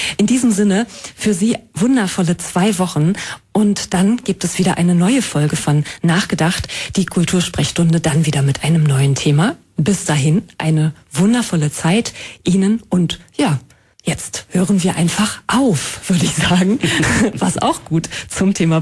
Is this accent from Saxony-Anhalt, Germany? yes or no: yes; Halberstadt, Saxony-Anhalt, Germany; Ich weiß das zum Beispiel für meine Heimatstadt Halberstadt, dass da die Glocken in ihrem Zusammenspiel eine ganz eigene Tonalität entwickeln.